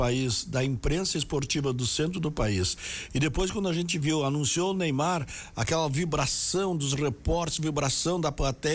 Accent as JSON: {"language": "Portuguese", "country": "Brazil", "said": "Eu sou brasileiro"}